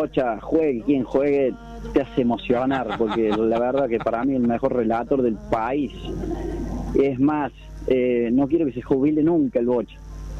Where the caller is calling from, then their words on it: Santa Ana, Córdoba, Argentina; Soy camionero, soy de Altagracia, soy en realidad de Santa Ana, camino a Altagracia.